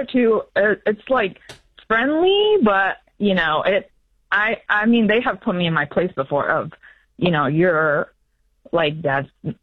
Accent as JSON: {"language": "English", "country": "United States", "tie": "born or raised there", "said": "The three, grew up in the household. I did not. I grew up in the States with my mom."}